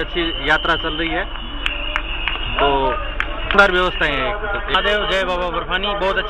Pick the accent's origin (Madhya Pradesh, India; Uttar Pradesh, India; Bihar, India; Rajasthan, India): Rajasthan, India; Hanumangarh; हनुमानगढ़ राजस्थान का रहने वाला हूँ